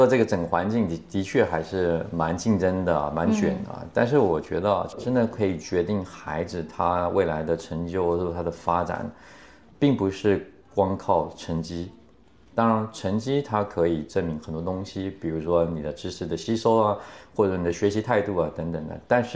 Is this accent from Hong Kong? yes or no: no; Taiwan; moved away as an adult; now in Nanjing, China; 那一样的，作为台湾人来到了南京发展，在创业的过程当中，其实我受到了很多的照顾。